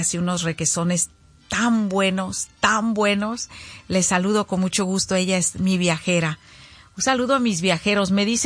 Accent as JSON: {"language": "Spanish", "town": "Zacoalco de Torres", "region": "Jalisco", "country": "Mexico", "moved": "yes", "said": "cuando yo llegué de México, de mi pueblo, de Zacualco"}